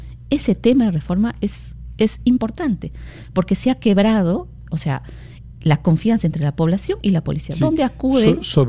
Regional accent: Cusco, Peru; Yo soy cusqueña, he vivido 10 años en comunidades

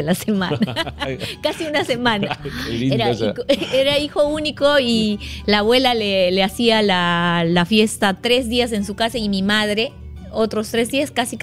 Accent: Santiago de Paucaray, Ayacucho, Peru; born or raised there

